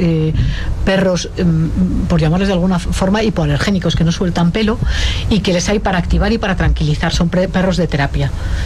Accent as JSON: {"language": "Spanish", "town": "León", "region": "Castile and León", "country": "Spain", "said": "Yo soy leonesa"}